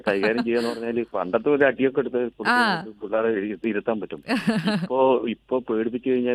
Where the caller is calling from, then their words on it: Kerala, India; ഞാനിവിടെ അടുത്ത് തന്നെയാണ്, ഗാന്ധി റോഡ്.